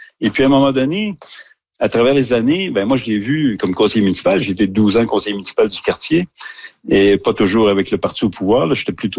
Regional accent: Terrebonne, Quebec, Canada; dans le Vieux-Terrebonne, je suis né dans le Vieux-Terrebonne. Mes parents avaient des commerces dans le Vieux-Terrebonne. Quand j'étais adolescent, le Vieux-Terrebonne, ça s'appelait pas le Vieux-Terrebonne

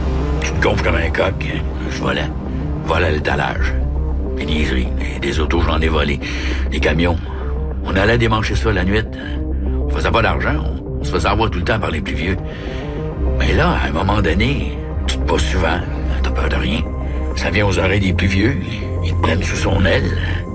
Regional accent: Quebec City, Quebec, Canada; Je suis pas venu au monde croche, tabarnak. J'ai été élevé à Saint-Roch, j'étais à Limoilou, y avait rien.

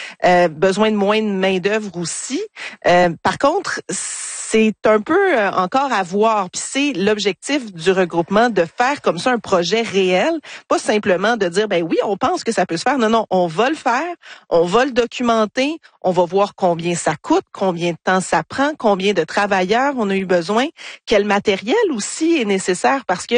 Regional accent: Quebec, Canada; La machine qui est installée chez nous en Abitibi

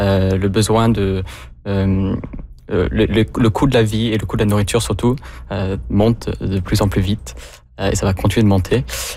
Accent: Halifax, Nova Scotia, Canada; Je suis né à Halifax, j'ai grandi à Halifax.

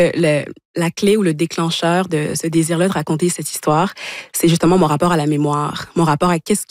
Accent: Quebec, Canada; also born or lived in Congo; maintenant, à 26 ans, je vis au Québec, je me considère comme étant québécoise, mais c'est pas tout. Je suis aussi congolaise

